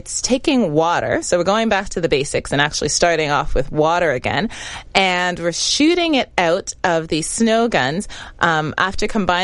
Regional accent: Canada; we Canadians, we know snow

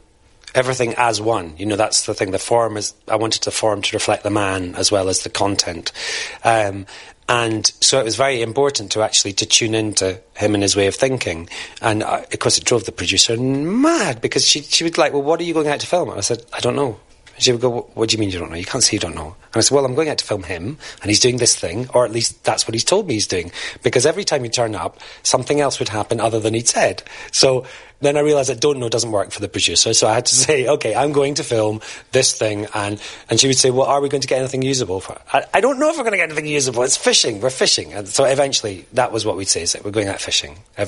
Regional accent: Scotland, United Kingdom; Being a Scot

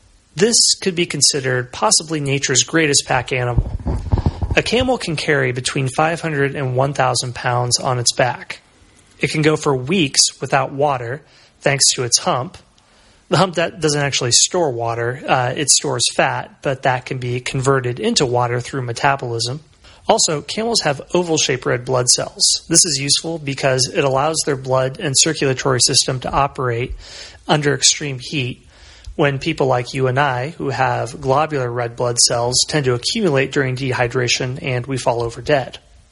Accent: Iowa, United States; I'm from Iowa, so that's what we live on if you're of a town less than 5,000.

